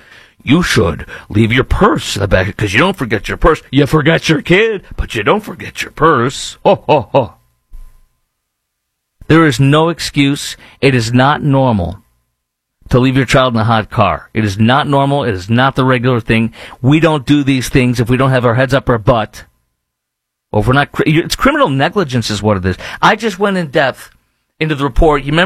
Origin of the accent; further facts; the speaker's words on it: Chicago, Illinois, United States; now in Indianapolis, United States; in Chicago, my hometown